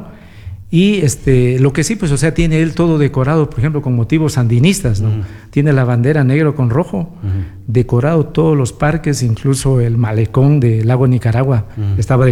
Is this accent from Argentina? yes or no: no; Ecuador; nosotros como ecuatorianos